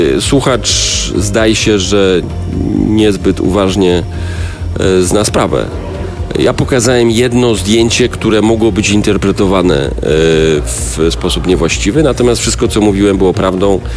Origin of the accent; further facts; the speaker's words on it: Poznań, Greater Poland Voivodeship, Poland; Ja jestem z Poznania, nie z Krakowa